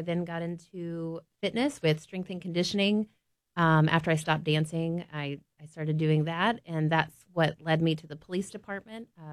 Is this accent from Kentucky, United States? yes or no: yes; Lexington, Kentucky, United States; Well, I was born and raised in Lexington.